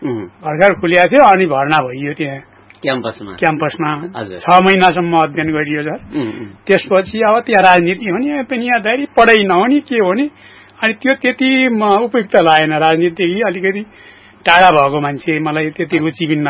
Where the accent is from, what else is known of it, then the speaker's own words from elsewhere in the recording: Tiram, Pyuthan District, Lumbini Province, Nepal; म प्युठान जिल्लाको सारिक तिराम गाविस वार्ड नम्बर 2 तल्लो तिराम भन्ने ठाउँमा 2020 साल असार 5 गते बुधबारको दिन जन्म भएको।